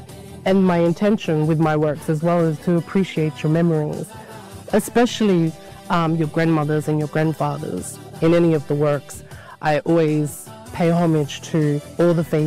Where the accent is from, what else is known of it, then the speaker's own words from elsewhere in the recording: Mimili, South Australia, Australia; I am from Mimley Community and I am an artist and curious and just navigating through this wonderful thing we call life.